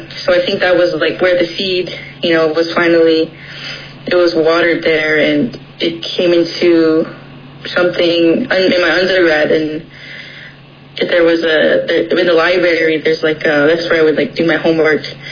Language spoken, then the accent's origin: English; Second Mesa, Arizona, United States; I am Hopi and Navajo. I'm from Second Mesa, from Sapulpe, and just happy to be here.